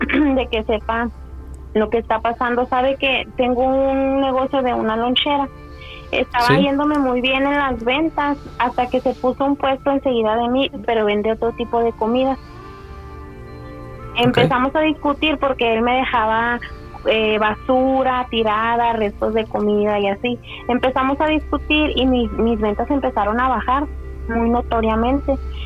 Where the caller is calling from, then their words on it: Los Angeles, California, United States; Hablo de Los Ángeles